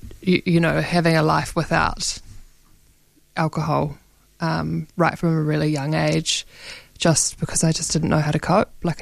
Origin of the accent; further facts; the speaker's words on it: Christchurch, Canterbury, New Zealand; also born or lived in Dunedin; So I was born in Christchurch, grew up in Christchurch, left after high school to study in Dunedin, and then sort of have lived in a few places since then.